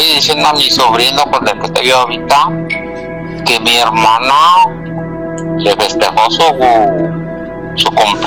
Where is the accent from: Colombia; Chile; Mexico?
Mexico; Guanajuato; now in Chicago, United States; Desde Chicago. Bueno, yo soy de Guanajuato, pero ahorita tengo en Chicago